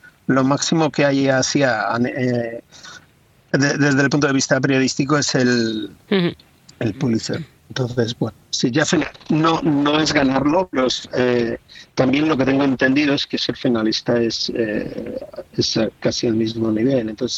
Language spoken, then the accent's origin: Spanish; Valladolid, Castile and León, Spain; yo soy de Valladolid, me he criado en Valladolid, he vivido prácticamente toda la vida en Valladolid, he estudiado en la Escuela de Arte de Valladolid